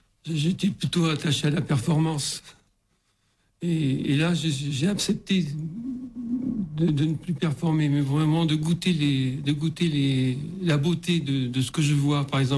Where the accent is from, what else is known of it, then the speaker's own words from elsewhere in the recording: Lourdes, Occitanie, France; Et je me suis présenté, je lui ai dit que je venais de Lourdes.